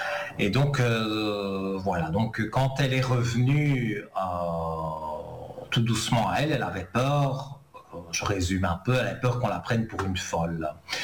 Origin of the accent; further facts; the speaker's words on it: Italy; Ah oui, moi je suis pur italien aussi.